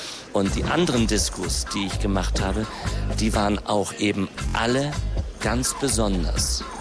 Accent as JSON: {"language": "German", "region": "Berlin", "country": "Germany", "said": "ich als Berliner in Berlin"}